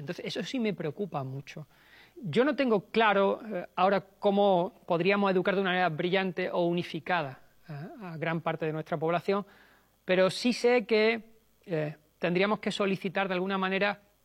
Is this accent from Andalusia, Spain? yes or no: yes; Córdoba, Andalusia, Spain; por traerlo a mi tierra, Córdoba.